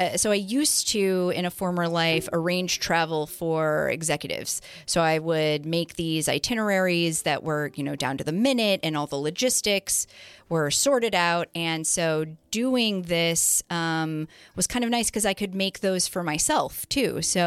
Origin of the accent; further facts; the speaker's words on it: Chicago, Illinois, United States; I grew up in the Chicago area